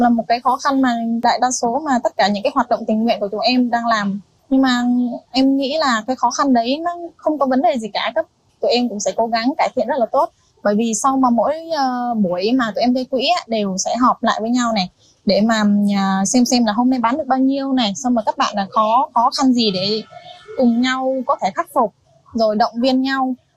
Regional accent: Đắk Lắk, Vietnam; em đến từ Đắk Lắk.

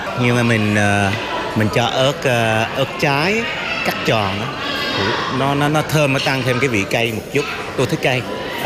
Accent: Phú Yên Province, Phú Yên, Vietnam; tôi dân Phú Yên và tôi đi ra bên Canada mới về, thành ra là thưởng thức bữa nay lại thấy rất là hấp dẫn. Tìm lại hương vị quê hương đó.

